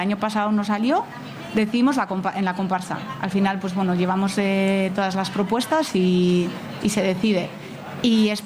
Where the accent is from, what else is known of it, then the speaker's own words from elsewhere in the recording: Basauri, Basque Country, Spain; yo también soy de Basauri.